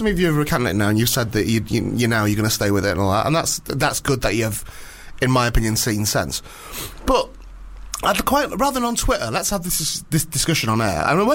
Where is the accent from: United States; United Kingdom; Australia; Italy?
United Kingdom; England; I am an Englishman, mate. I was born and bred here, mate.